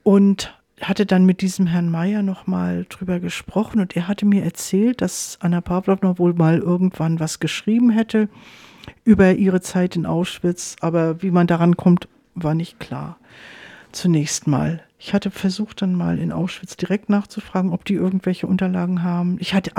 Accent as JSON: {"language": "German", "country": "Germany", "said": "obwohl ich ja nur als Deutsche bei ihr war"}